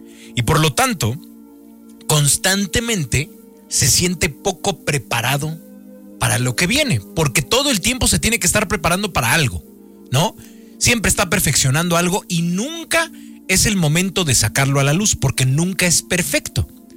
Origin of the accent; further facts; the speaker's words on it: Mexico; yo crecí en la Flores Magón